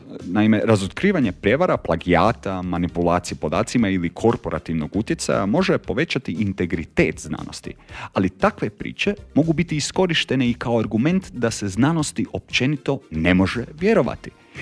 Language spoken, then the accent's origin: Croatian; Croatia